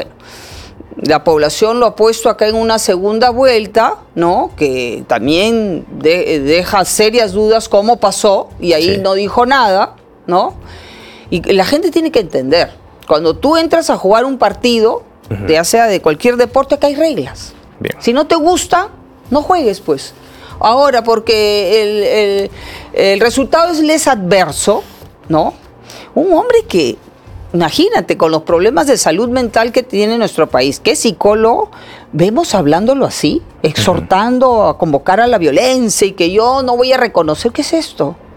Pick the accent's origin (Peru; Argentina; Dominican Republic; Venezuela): Peru; Somos un país pluricultural, por favor, ¿qué nos pasa? Todos somos peruanos